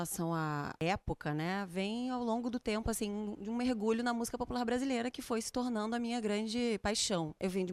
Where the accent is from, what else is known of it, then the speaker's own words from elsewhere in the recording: Rio Grande do Sul, Brazil; Eu vim do Rio Grande do Sul.